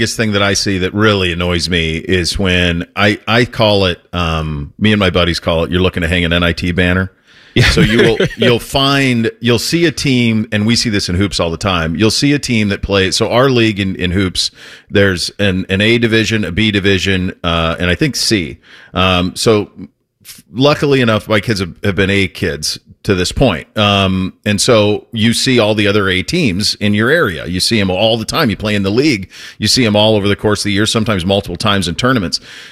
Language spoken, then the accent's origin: English; Montana, United States; I grew up in Montana. We didn't even have it.